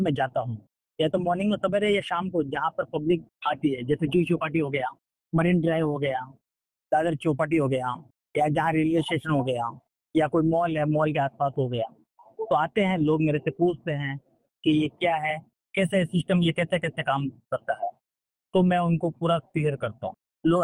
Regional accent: Rajasthan, India; now in Mumbai, India

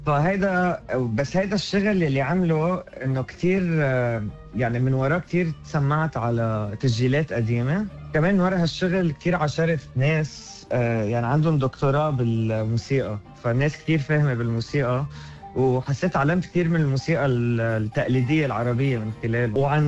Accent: Beirut, Beirut Governorate, Lebanon; moved away as an adult; now in Melbourne, Australia; أكيد أنا ربيت ببيروت لبنان، وجيت على أستراليا من 8 سنين، 2019

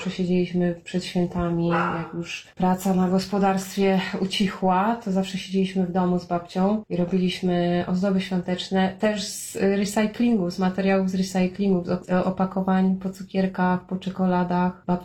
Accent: Kraków, Lesser Poland, Poland; now in Australia; bo się wychowałam na ulicy w Krakowie, na osiedle Kurdwanów.

